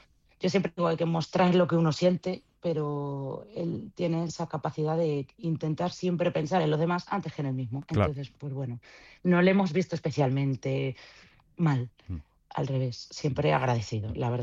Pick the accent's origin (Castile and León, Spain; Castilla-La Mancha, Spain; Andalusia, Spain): Castile and León, Spain; Zamora; Yo soy zamorana.